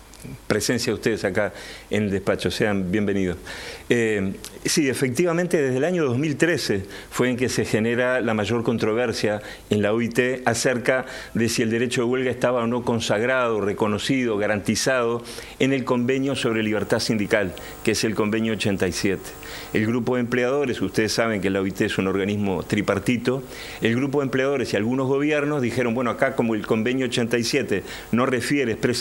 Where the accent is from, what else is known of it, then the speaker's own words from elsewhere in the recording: Uruguay; países como el nuestro, como Uruguay